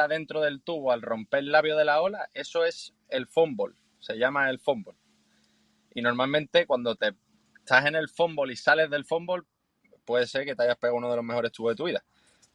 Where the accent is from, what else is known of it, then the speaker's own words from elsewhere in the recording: Conil, Andalusia, Spain; born there; now in Jerez, Spain; es de Conil porque nosotros nacimos en Conil y ensayamos en Conil. Yo actualmente vivo en Jerez